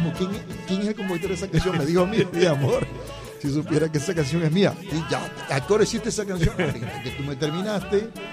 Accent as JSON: {"language": "Spanish", "town": "Chiriguaná", "region": "Cesar", "country": "Colombia", "tie": "born or raised there", "said": "Amo mi universidad y después de mi tierra, Chiriguaná César, amo con toda mi alma, Dios lo sabe, a Barranquilla."}